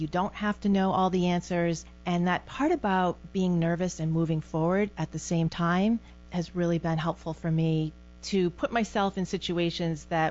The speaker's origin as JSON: {"language": "English", "town": "North Attleboro", "region": "Massachusetts", "country": "United States", "tie": "born or raised there", "said": "I'm one of four kids. I grew up in North Attleboro in Massachusetts."}